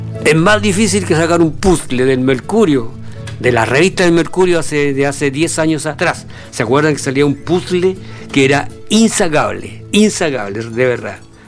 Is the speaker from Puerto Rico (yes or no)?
no; Chile; Porque yo soy chileno de la población. Mis padres fueron pobres.